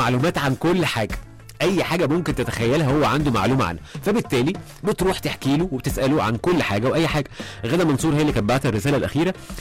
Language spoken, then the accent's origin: Arabic; Damietta, Damietta Governorate, Egypt; من دمياط، بمسي عليكم وعلى عم حسن ومحمد بصل ومحمد المطيري وابو عطايا.